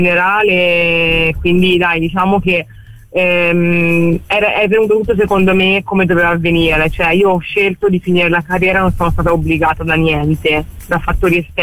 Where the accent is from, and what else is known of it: Florence, Tuscany, Italy; born or raised there